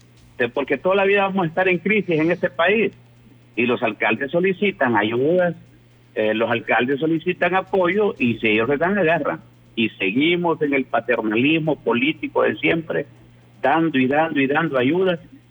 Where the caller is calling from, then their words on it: Comayagua, Honduras; yo soy de Comayagua.